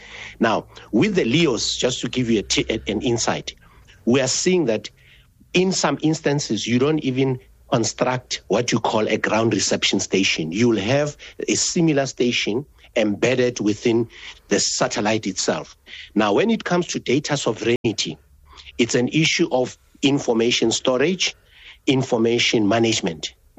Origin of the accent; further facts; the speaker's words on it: South Africa; as South African citizens.